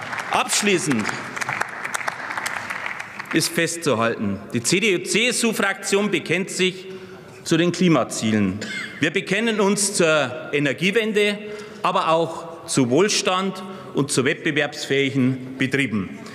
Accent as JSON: {"language": "German", "town": "Simbach am Inn", "region": "Bavaria", "country": "Germany", "tie": "born or raised there", "said": "In meinem Wahlkreis, in meiner Heimat in Simbach am Inn, vor 10 Jahren 8 Menschen wegen einer Flugkatastrophe ums Leben gekommen."}